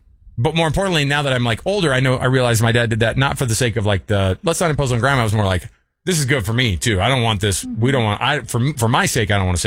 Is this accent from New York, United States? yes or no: yes; New York, United States; Like I need to try to be cool and different and mean because I'm a New Yorker.